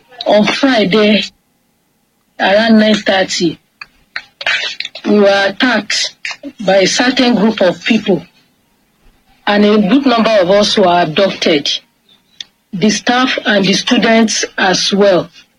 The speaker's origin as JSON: {"language": "English", "town": "Ibadan", "region": "Oyo", "country": "Nigeria", "second_language": "English", "said": "I'm from Ibadan. I'm working at First Baptist Church of Gbomosho, Yawata area."}